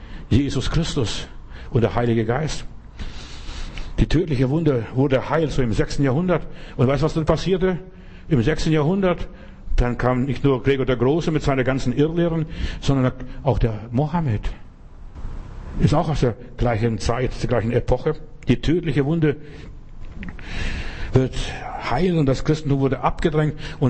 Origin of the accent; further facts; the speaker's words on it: Bavaria, Germany; ich bin ja in Bayern groß geworden